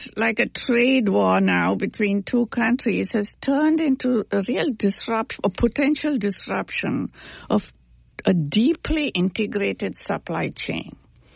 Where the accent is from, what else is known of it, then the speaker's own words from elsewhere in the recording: Canada; I think many people here know that I'm also a Canadian, so I'm familiar with the whole Canadian press.